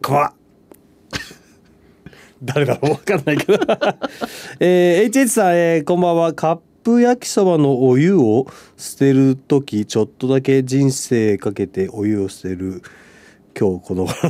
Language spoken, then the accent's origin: Japanese; Sapporo, Hokkaido, Japan; 札幌ですよ、札幌どこっつって、うん、篠原ですっつったら